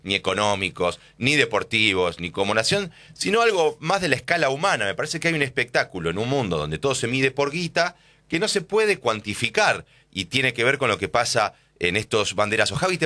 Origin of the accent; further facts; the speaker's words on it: Argentina; uno no sé si tiene una explicación como argentino y no quiero hacer con esto nacionalismo berreta